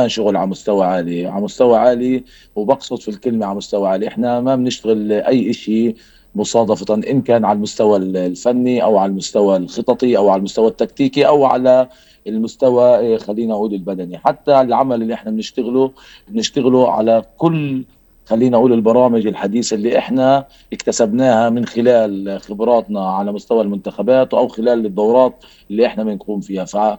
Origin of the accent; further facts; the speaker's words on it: Palestine; لنا كفلسطينيين